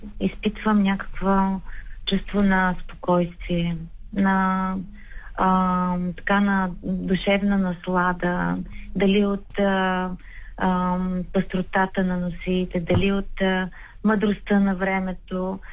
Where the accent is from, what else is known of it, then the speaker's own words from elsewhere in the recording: Pleven, Pleven Province, Bulgaria; тъй като аз съм от Плевен.